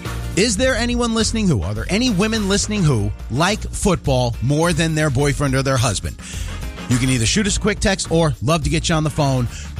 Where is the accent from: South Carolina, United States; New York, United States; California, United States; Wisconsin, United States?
New York, United States; moved away; for us growing up in New York